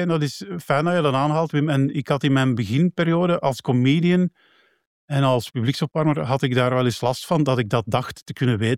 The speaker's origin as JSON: {"language": "Dutch", "country": "Belgium", "said": "wat mij betreft, ik ben Belg."}